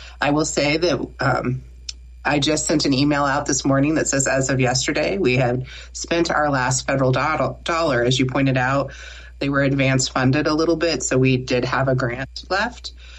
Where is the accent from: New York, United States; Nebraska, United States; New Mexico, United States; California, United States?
Nebraska, United States; I'm from Nebraska, and everyone goes, and Nebraska has a statewide network.